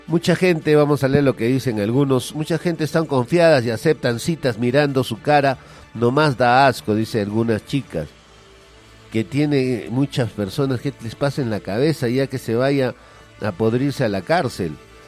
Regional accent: Peru; nosotros como peruanos

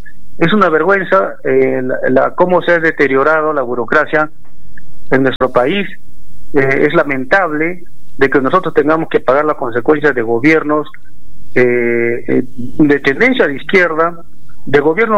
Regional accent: Peru; nosotros como peruanos.

